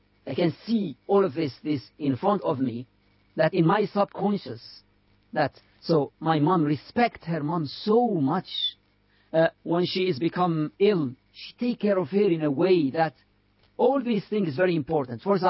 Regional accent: United Arab Emirates; moved away; I grew up in Emirates, not in Mauritania.

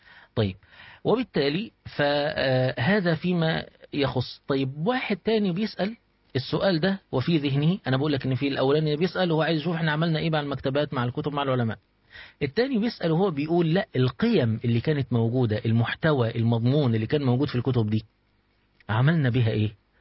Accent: Egypt; انت اصلا لما بتقعد مع، يعني انا دلوقتي مصري، لو صاحبت شوية سوريين ولا شوية فلسطينيين، بعد شوية تدخل الى الفاظي، الفاظا من لهجتهم الخاصة

